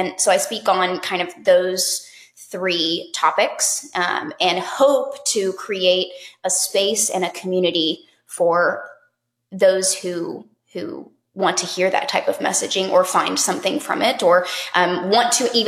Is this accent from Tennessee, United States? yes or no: no; Texas, United States; now in Alabama, United States; Yes, I was born and raised in Texas. I am now in Alabama.